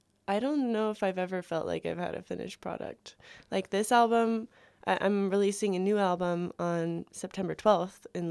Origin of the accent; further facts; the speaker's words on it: Bozeman, Montana, United States; I grew up in Bozeman, over on Kelly Canyon Road. Very lucky place to grow up.